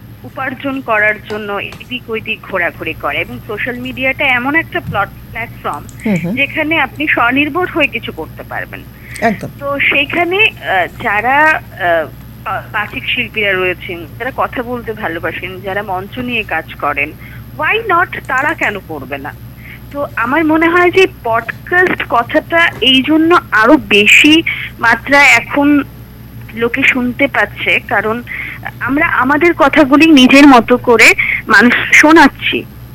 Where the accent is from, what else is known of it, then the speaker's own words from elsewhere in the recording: Agartala, Tripura, India; আমাদের আগরতলাতে, আমাদের ত্রিপুরাতে